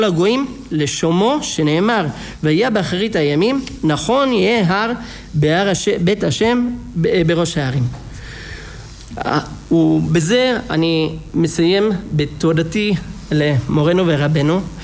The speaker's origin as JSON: {"language": "Hebrew", "country": "Italy", "tie": "born or raised there", "moved": "yes", "lives_now": "Israel", "said": "אני גדלתי באיטליה"}